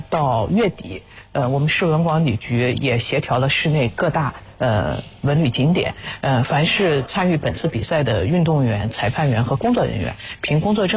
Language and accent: Chinese; Xuzhou, Jiangsu, China